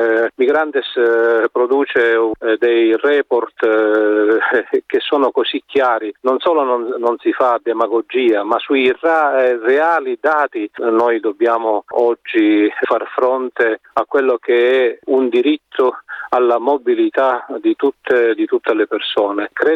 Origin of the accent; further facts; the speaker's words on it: Ispica, Sicily, Italy; born there; now in Palermo, Italy; Io che sono nato ad Istica, vicino a Pozzallo